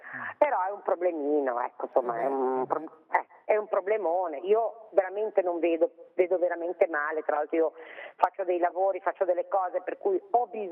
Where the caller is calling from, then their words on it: Genoa, Liguria, Italy; noi siamo di Pra